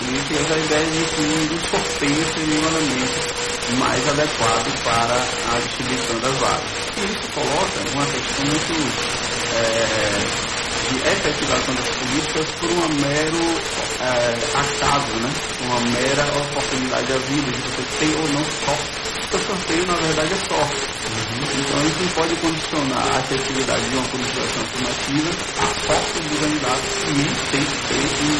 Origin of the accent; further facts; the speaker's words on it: Bahia, Brazil; eu sou da Bahia, né? Minha formação é lá na Universidade Federal da Bahia, né?